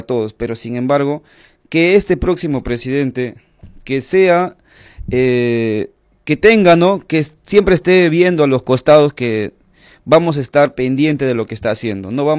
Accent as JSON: {"language": "Spanish", "country": "Peru", "said": "no tenemos las mejores opciones como peruanos"}